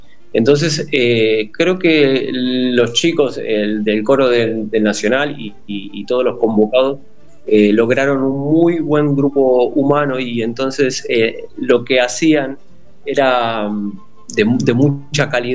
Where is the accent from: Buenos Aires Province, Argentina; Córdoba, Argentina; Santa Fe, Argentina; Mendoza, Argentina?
Buenos Aires Province, Argentina; La Plata; No, aporteñado no, más bien de La Plata.